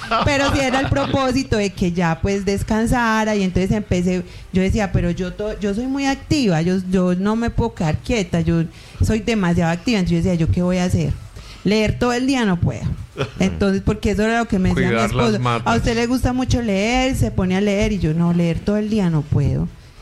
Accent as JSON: {"language": "Spanish", "town": "Medellín", "region": "Antioquia", "country": "Colombia", "tie": "born there", "moved": "as an adult", "lives_now": "La Floresta, Colombia", "said": "Yo nací en Medellín, pero mi papá es floresteño del corregimiento y me trajo muy pequeña a la Floresta. Luego ya nos volvimos para Medellín"}